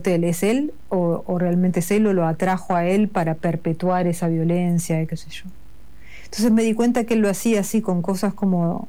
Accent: Argentina; Yo creo que la clase media argentina, que es lo que más conozco porque a la que más pertenezco

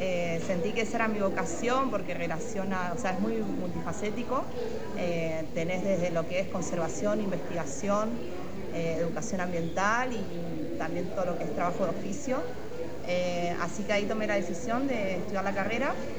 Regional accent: Comodoro Rivadavia, Chubut, Argentina; moved away as an adult; now in San Pedro, Argentina; vengo de Comodoro Rivadavia, de la provincia de Chubut. Estoy estudiando la carrera Tecnicatura Universitaria Guardaparque en San Pedro.

